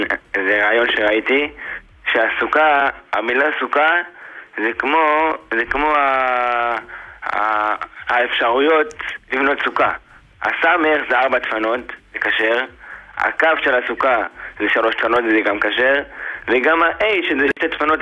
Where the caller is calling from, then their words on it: Kiryat Shmuel, Haifa District, Israel; אני מקריית שמואל